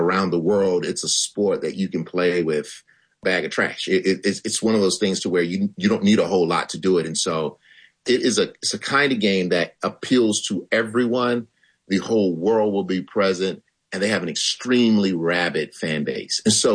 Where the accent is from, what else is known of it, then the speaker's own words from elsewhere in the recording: Alabama, United States; I grew up in Alabama. I grew up 3 hours away, rural Alabama.